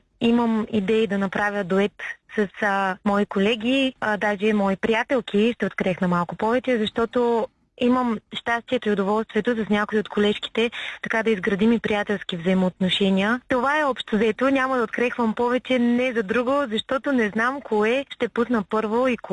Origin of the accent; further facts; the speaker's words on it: Kostandovo, Pazardzhik Province, Bulgaria; от град Костандово съм родом.